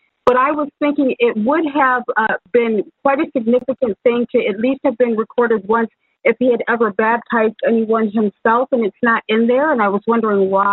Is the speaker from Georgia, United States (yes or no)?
yes; Macon, Georgia, United States; I'm from Macon, Georgia.